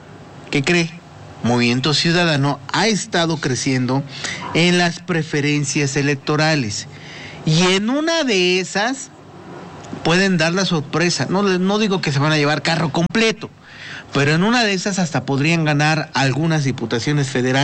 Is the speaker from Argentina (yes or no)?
no; Puebla, Mexico; nosotros como poblanos